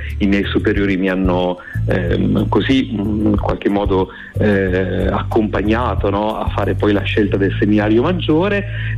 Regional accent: Parma, Emilia-Romagna, Italy; born or raised there

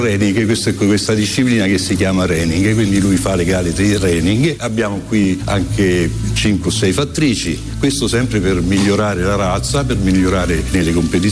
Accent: Palestrina, Lazio, Italy; Palestrina per me intanto la mia città natale, dei miei avi eccetera. E poi noi prenestini siamo molto orgogliosi di essere prenestini

